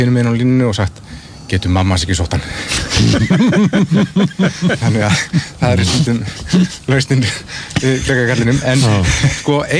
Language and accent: Icelandic; Patreksfjörður, Westfjords, Iceland; ég er frá Patrísfirði ég er bara sjávarþorpi